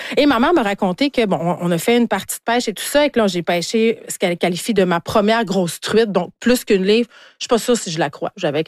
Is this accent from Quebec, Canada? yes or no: yes; Saguenay, Quebec, Canada; je viens du Saguenay, j'arrête pas de le répéter, et je pêche depuis, mon Dieu, que je sais marcher avec mes parents.